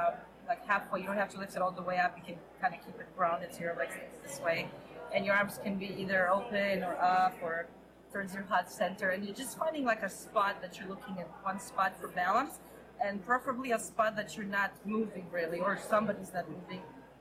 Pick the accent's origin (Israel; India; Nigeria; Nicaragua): Israel; born there; first language Hebrew; English is a second language; Well, I was 5 years old when we moved to Israel. So for me, yeah, that was like my first language. And then my parents spoke Russian and then English. I came to the United States at 17.